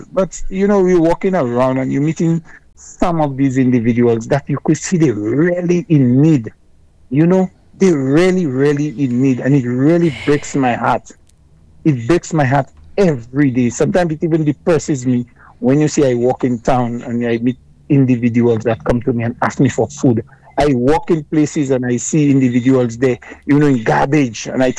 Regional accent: St. Lucia; I grew up in Marshall

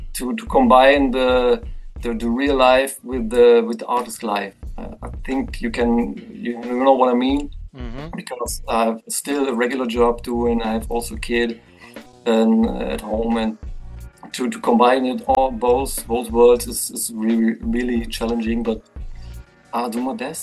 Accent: Berlin, Germany; English is a second language; I have to mention I'm from Germany, from the old GDR generation. I'm from the east side of Berlin

